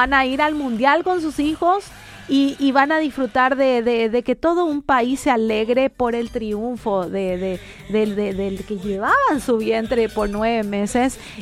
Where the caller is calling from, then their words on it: Villa Elisa, Central, Paraguay; de Villa Elisa.